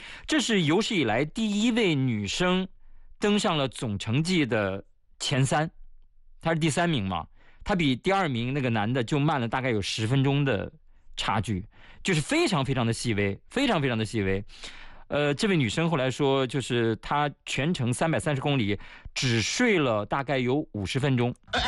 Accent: China; 我们中国人

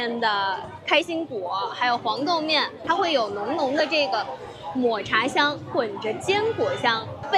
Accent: Guiyang, Guizhou, China

